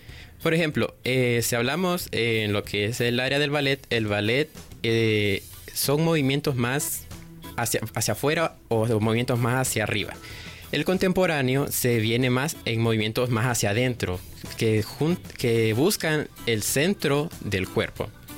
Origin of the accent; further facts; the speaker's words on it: Honduras; podemos decir que aprendí de nuestras raíces como hondureños.